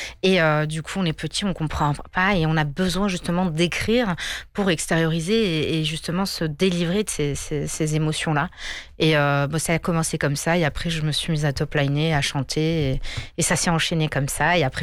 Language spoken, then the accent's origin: French; France; born there; comme je suis marocaine, avec des sonorités donc, qui vont venir d'Orient et puis le côté aussi Europe, parce que je suis née en France.